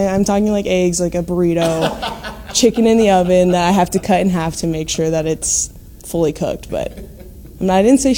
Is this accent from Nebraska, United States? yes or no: yes; Lincoln, Nebraska, United States; born there; also born or lived in Plattsmouth, Nebraska; I grew up in Lincoln and then moved to, it's actually called Plattsmouth, but no one knows what Plattsmouth is, so I just say Omaha.